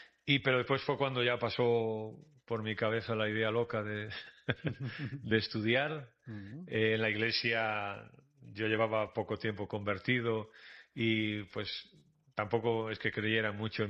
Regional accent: Vigo, Galicia, Spain; yo nací allí en España, ¿no? En España, y en una ciudad que se llama Vigo. Y el barrio donde nosotros crecimos, ¿no? Nosotros éramos cinco hermanos.

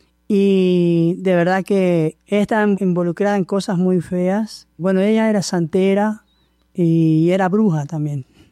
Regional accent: Mercedes, Soriano, Uruguay; also born or lived in Montevideo, Uruguay; Prácticamente yo nací en Montevideo, un día 2 de febrero. Y luego me fui al interior, nos mudamos al interior. Estuve en la ciudad de Mercedes.

